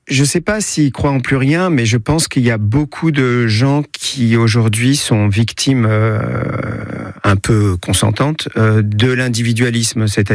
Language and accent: French; Paris, Île-de-France, France; moved away as an adult; now in Saint-Césaire-de-Gauzignan, France; je viens de Paris, j'ai passé 40 ans à Paris, j'étais prof d'histoire géo à Paris et je suis devenu prof d'histoire géo dans le Gard. On est arrivé en 2011, donc ça fait 15 ans.